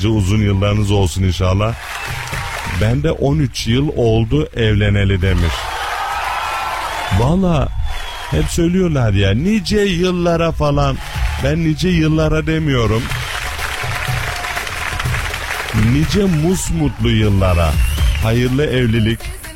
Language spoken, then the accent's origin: Turkish; Adıyaman, Turkey; Aa, evet. Adıyaman, ben de Adıyamanlıyım. Tabi Adıyaman besli. Biz biraz daha böyle zengin kesimindeniz Necla'cığım.